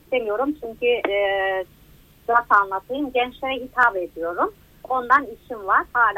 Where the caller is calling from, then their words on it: Bursa, Turkey; ben bir katlı evde oturuyorum, işte çok sağlam falan. Bursa Yıldırım'dan arıyorum ben.